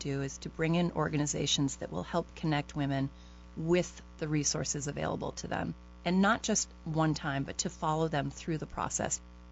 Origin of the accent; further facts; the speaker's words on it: Wilbraham, Massachusetts, United States; I grew up in Wilbraham, Massachusetts, which you might know to be the home of Friendly's Ice Cream.